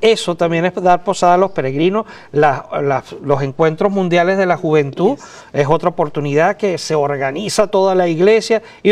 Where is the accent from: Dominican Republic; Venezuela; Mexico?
Venezuela; born there; el país donde yo nací, en Venezuela